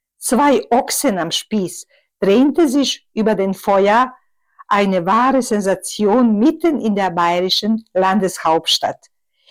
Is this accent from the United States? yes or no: no; Bosnia & Herzegovina; German is a second language